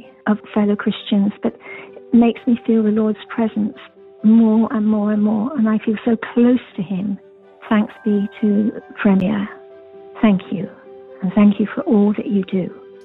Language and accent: English; Enfield, London, United Kingdom; I'm from Enfield, Middlesex.